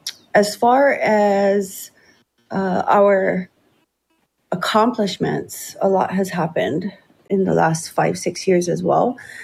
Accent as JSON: {"language": "English", "town": "Lahaina", "region": "Hawaii", "country": "United States", "tie": "born or raised there", "also_born_or_lived": "Waikiki / Honouliuli", "said": "I was born on the island of Oahu in the Ahupua of Waikiki, raised in Honouliuli and Lahaina on the island of Maui."}